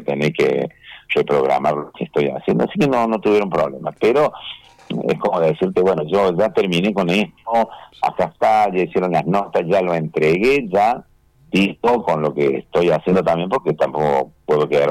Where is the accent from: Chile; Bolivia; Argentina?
Argentina; Al margen de que cada uno ya nace en distintas provincias, somos todos argentinos.